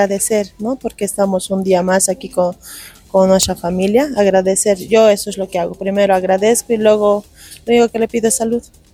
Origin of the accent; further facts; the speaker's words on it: Quillacollo, Cochabamba, Bolivia; porque yo hace poco que vivo aquí, soy pero de Quillacollo, ¿no?